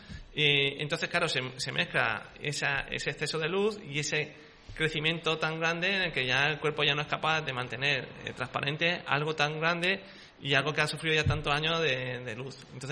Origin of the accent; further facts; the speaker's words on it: Villena, Valencian Community, Spain; Y para mí Villena es prácticamente mi tierra, o sea, es igual que para vosotros a lo mejor...